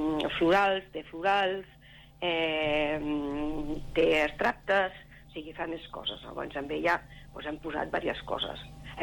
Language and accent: Catalan; Sabadell, Catalonia, Spain; No, jo sóc de Sabadell, però els dos vivim a castellà, els dos vivim a Can Font.